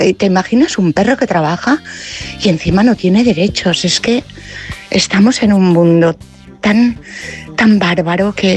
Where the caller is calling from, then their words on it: Palma, Balearic Islands, Spain; de Palma.